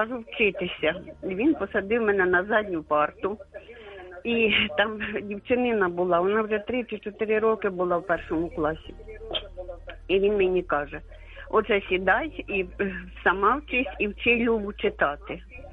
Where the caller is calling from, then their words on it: Kharkiv, Kharkiv Oblast, Ukraine; я із Харкова.